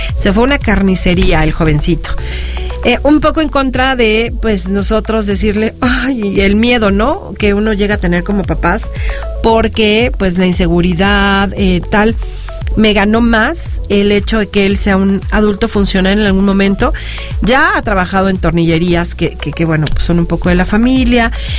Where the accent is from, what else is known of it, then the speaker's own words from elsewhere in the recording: Tehuixtla, Morelos, Mexico; yo soy de Tehuixtla y lo he compartido en diferentes ocasiones. Allá hay un balneario espectacular.